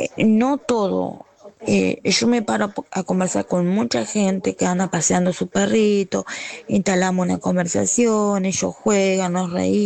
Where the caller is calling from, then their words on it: Argentina; de San Cristóbal